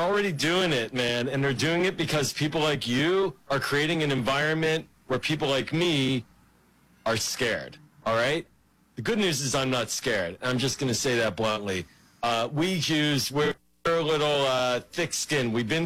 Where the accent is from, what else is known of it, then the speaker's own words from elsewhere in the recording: Pittsburgh, Pennsylvania, United States; I grew up in Pittsburgh.